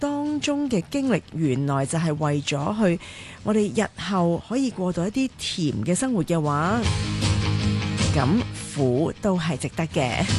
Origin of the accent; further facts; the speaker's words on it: China; 我们中国人都真的很兴用一些不同的食物的味道来到去形容我们的生活的感觉。